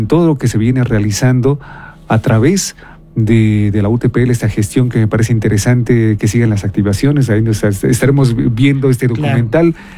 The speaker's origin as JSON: {"language": "Spanish", "country": "Ecuador", "said": "para que nosotros como ecuatorianos, que hoy precisamente juega la selección"}